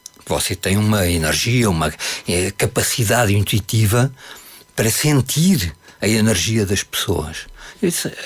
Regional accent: Lisbon, Portugal; born there; Nasci em Lisboa, filho do meio, de uma descendência de 5 filhos.

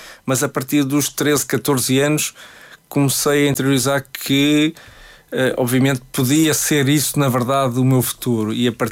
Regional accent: Negrais, Lisbon, Portugal; born there; also born or lived in Loures; eu saí de Negrais e tive que ir, eu andava numa escola em Pedro Pinheiro Montelavar, que era a secundária, foi só o quinto ano. Depois tive que me mudar para Loures, que já era uma cidade.

